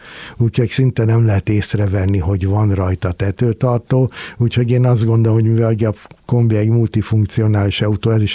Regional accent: Hungary; hogyha engem, mint a magyar állampolgárt kérdezel

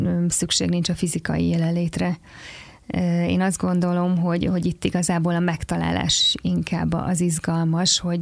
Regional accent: Szombathely, Vas, Hungary; now in Budapest, Hungary; én is szombathelyi vagyok

